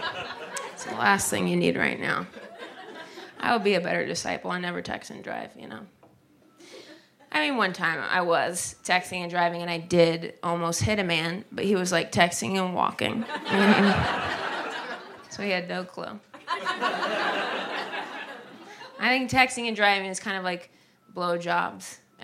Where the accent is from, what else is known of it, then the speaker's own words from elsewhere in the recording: Ohio, United States; moved away; Whenever I'm home in Ohio, I'm from Ohio, so.